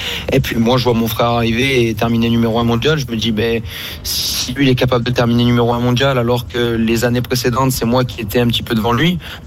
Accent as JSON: {"language": "French", "town": "Marseille", "region": "Provence-Alpes-Côte d'Azur", "country": "France", "said": "en réalité nous sommes originaires de Marseille le sport national à Marseille n'est autre."}